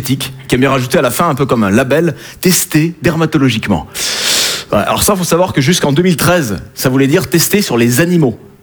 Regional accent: Southern France, France; Hein, je viens du sud de la France.

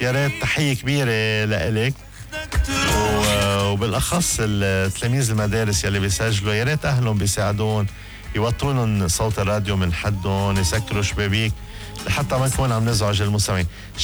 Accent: Lebanon

